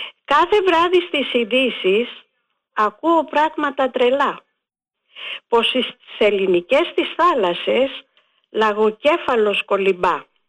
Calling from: Porto Rafti, Attica, Greece; από το Πορτοράφτη.

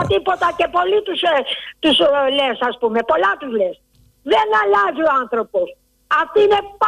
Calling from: Nikaia, Attica, Greece; από Νίκαια.

